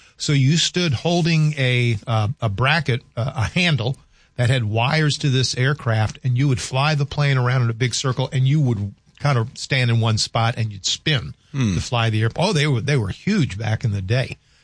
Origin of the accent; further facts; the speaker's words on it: the South, United States; growing up in the South, we use pecans.